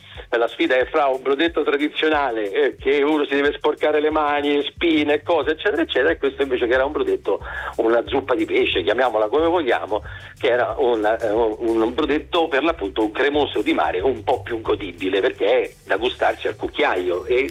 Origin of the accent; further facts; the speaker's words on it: Anzio, Lazio, Italy; Io vengo da Anzio